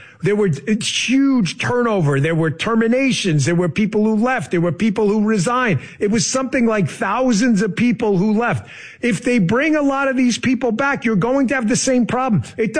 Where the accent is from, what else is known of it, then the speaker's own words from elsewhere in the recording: New York, United States; I grew up in New York.